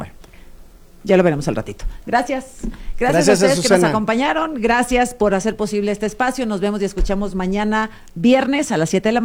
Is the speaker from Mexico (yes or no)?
yes; Nuevo León, Mexico; Muy conocido allá en Nuevo León, yo soy de Nuevo León